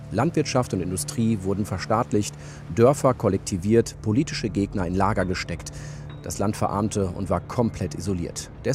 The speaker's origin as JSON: {"language": "German", "country": "Germany", "said": "Aus Deutschland."}